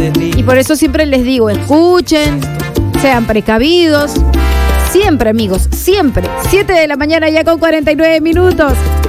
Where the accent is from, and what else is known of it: Peru